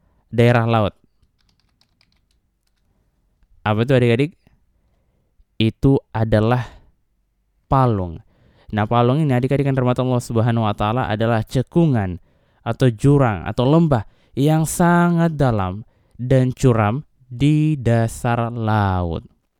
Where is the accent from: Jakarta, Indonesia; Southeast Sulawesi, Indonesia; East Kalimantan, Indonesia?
Southeast Sulawesi, Indonesia; Kendari; kita sebagai orang Kendari ya